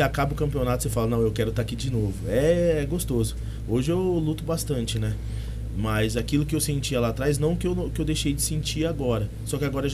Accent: Pitangueiras, São Paulo, Brazil; born there; now in Monte Alto, Brazil; Nasci em Pitangueiras

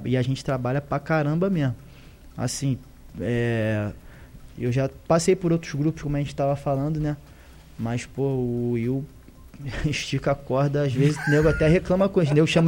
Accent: Rio de Janeiro, Brazil; Cara, eu nasci no Rio. Eu nasci e cresci ali em Olaria, Ramos

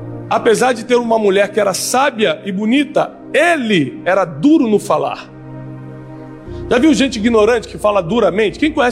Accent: Rio de Janeiro, Brazil; born or raised there

